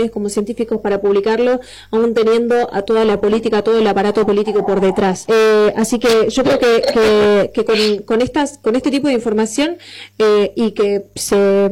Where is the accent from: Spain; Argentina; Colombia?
Argentina; Así que lo agradezco como ciudadana argentina también.